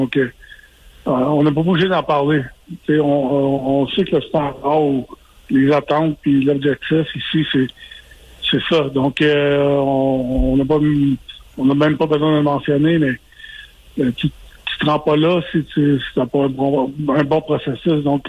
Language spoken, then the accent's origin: French; Quebec, Canada; étant donné que je suis Québécois